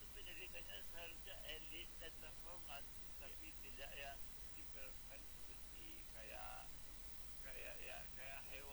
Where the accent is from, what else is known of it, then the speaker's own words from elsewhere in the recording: Padang, West Sumatra, Indonesia; Saya waktu itu di tempat perawatan cukup ternama di kota saya itu di Padang ya.